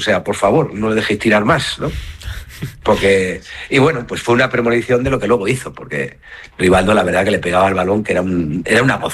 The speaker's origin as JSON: {"language": "Spanish", "town": "Puertollano", "region": "Castilla-La Mancha", "country": "Spain", "said": "Yo soy de Puerto Llano y mi ilusión me hubiera gustado jugar en el Calvo Sotelo de Puerto Llano, ¿no?"}